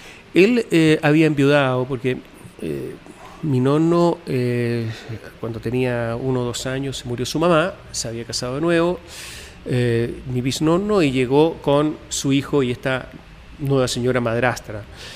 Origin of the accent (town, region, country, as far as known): Italy; also born or lived in United States